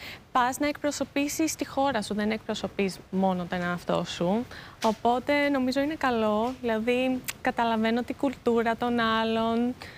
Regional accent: Hong Kong; also born or lived in Sydney, Australia / Greece; Αλλά γεννήθηκα στο Σιδνί και μεγάλωσα στο Χονγκ Κονγκ. Εντάξει, ανάμεσα Χονγκ Κονγκ και Ελλάδα. Μερικά χρόνια στην Ελλάδα.

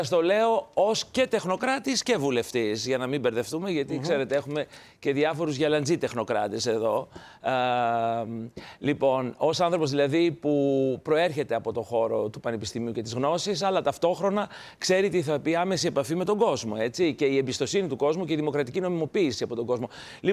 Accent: Thessaloniki, Central Macedonia, Greece; also born or lived in Kavala; Στην Καβάλα γεννήθηκα, στη Θεσσαλονίκη μεγάλωσα, αλλά μπαμπάς από τη Δράμα και στη Δράμα έχουμε τα πατρώα εδάφη.

